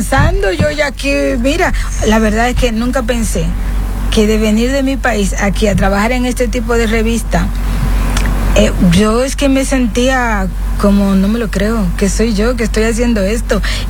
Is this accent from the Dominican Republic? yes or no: yes; Dominican Republic; now in Spain; yo es que soy caribeña, soy dominicana, pero tengo un aire europeo